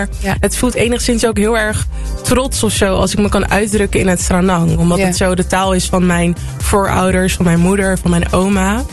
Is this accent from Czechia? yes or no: no; Netherlands; Ik ben hier geboren in Nederland, geboren en getogen aan Genees. Maar beide mijn ouders komen uit Suriname.